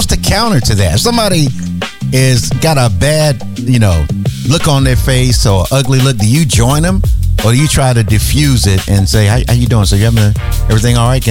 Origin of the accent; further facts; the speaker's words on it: the South, United States; I'm from the South, and people speak to you. They're more kind and more generous.